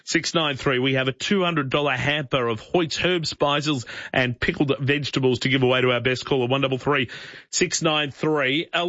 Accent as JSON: {"language": "English", "town": "Waurn Ponds", "region": "Victoria", "country": "Australia", "tie": "born or raised there", "said": "I grew up down in Warren Ponds, and once upon a time it was just a supermarket, and then everyone got excited when the cinemas arrived, then everyone got excited when a Target arrived. Now you don't even have to go into Geelong."}